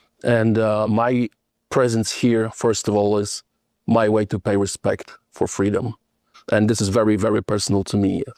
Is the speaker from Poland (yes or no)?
yes; Poland; I was born in Poland, Eastern Poland, in 1979.